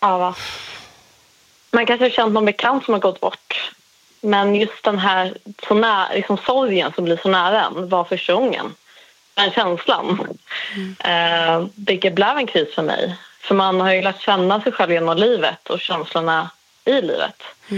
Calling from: Stockholm, Stockholm County, Sweden; jag är från Stockholm.

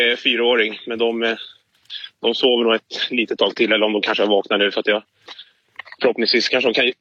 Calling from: Sollentuna, Stockholm County, Sweden; Jag kommer från Sollentuna också

